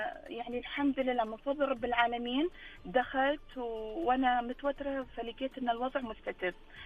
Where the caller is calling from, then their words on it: Dammam, Eastern Province, Saudi Arabia; من الشرقية الدمام